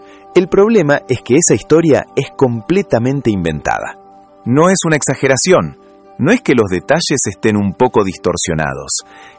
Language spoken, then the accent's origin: Spanish; Argentina; nosotros como argentinos